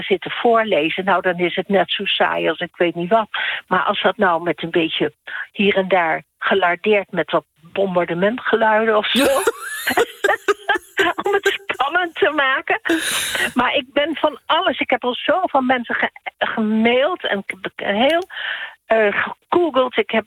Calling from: Velp, Gelderland, Netherlands

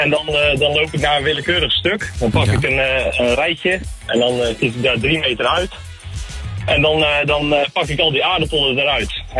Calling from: Zeeland, Netherlands; Ik zit in Zeeland.

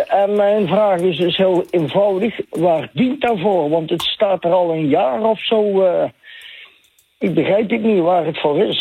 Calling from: Beek en Donk, North Brabant, Netherlands; Ik kom zelf uit Beekendonk, trouwens.

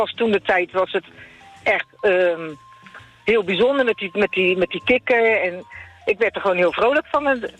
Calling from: Rotterdam, South Holland, Netherlands; ik kom uit Rotterdam.

